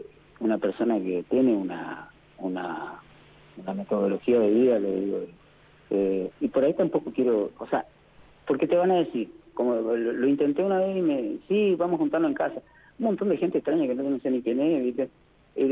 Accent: Rivadavia, Argentina; Porque yo soy de Rivadavia, escucho toda la programación de Rivadavia.

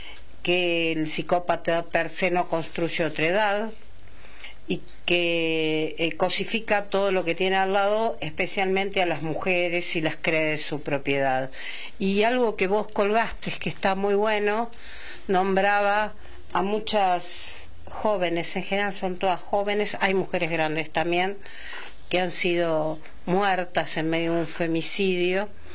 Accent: Quilmes, Buenos Aires Province, Argentina; born there; Yo nací en Quilmes, mi viejo también, y mi viejo era del Mate.

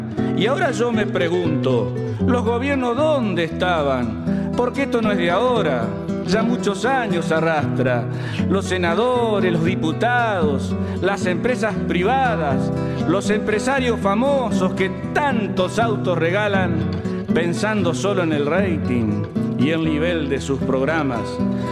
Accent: Argentina

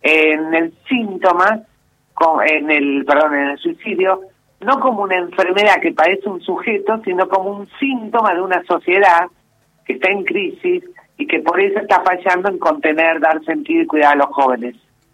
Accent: Argentina

